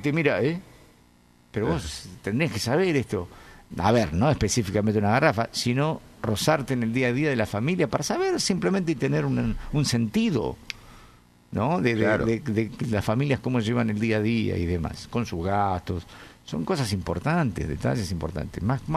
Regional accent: El Doradillo, Chubut, Argentina; Mirá vos, soy del Doradillo, acabo de pagar, ¿cuánto? 31.600 una garrafa

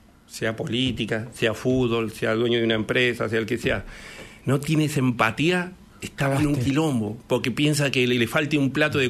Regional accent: Argentina; somos argentinos y somos recontra orgullosos.

